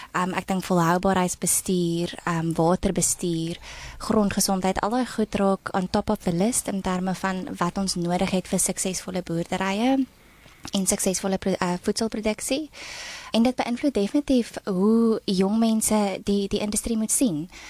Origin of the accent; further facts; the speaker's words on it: Groblersdal, Limpopo, South Africa; Ek het groot geword in Groblersdal.